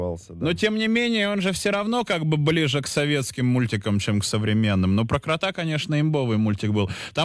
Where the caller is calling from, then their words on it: Saint Petersburg, Russia; из Питера.